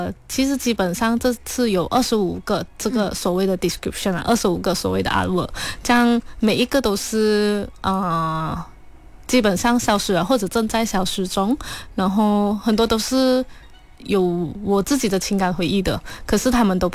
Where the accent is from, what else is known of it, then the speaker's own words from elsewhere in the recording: Kuala Lumpur, Malaysia; 我自己是一个磁场街长大的孩子，我读中孔国中，然后放学溜达的地方就是磁场街的这个区嘛